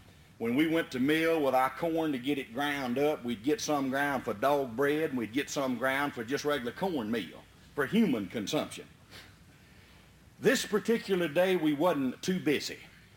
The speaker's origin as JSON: {"language": "English", "town": "Liberty", "region": "Mississippi", "country": "United States", "tie": "born or raised there", "said": "I want you to know that I come from Route 4, Liberty, Mississippi. Now, that's 12 miles west of Macomb, Mississippi, 65 miles due northeast of Baton Rouge, Louisiana"}